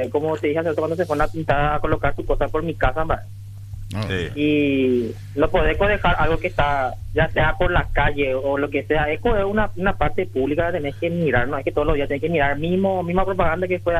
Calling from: Capiatá, Central, Paraguay; Yo, por ejemplo, estoy en Capiatá. Yo soy de Capiatá

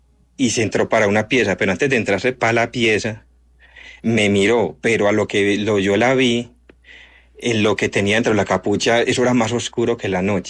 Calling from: San Andrés de Cuerquia, Antioquia, Colombia; tenía yo 7 años más o menos, cuando yo soy de acá de Antioquia, de San Andrés de Cuerca.

